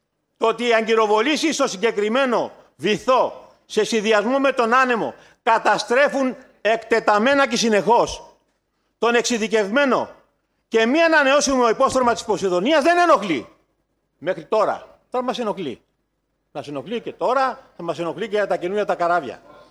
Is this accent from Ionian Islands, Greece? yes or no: yes; Corfu, Ionian Islands, Greece; εμείς οι Κερκυραίοι